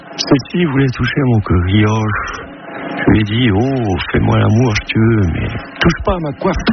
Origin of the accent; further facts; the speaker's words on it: Saint-Nicolas-du-Pélem, Brittany, France; now in Vannes, France; Alors, moi j'habite à Vannes, je viens du centre-Bretagne, du Saint-Nicolas et du Pélen.